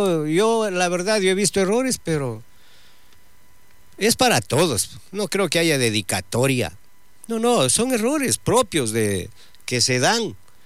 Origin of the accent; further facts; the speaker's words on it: Ecuador; las aspiraciones que tenemos como ecuatorianos